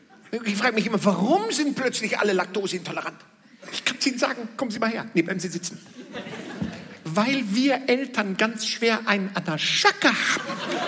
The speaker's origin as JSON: {"language": "German", "town": "Bad Driburg", "region": "North Rhine-Westphalia", "country": "Germany", "tie": "born there", "lives_now": "Münster, Germany", "said": "Ich bin doch hier in der Ecke geboren. Einfach einmal da, halb da über den, ne? Bad Driburg"}